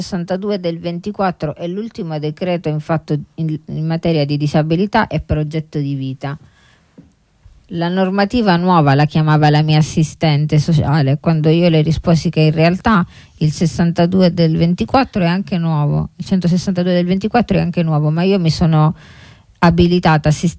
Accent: Apulia, Italy; now in Turin, Italy; io sono di origine, sono pugliese

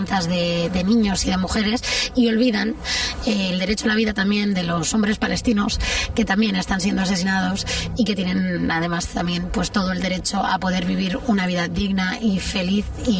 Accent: Madrid, Community of Madrid, Spain; now in Mallorca, Spain; soy madrileña, ahora mismo viviendo en Mallorca

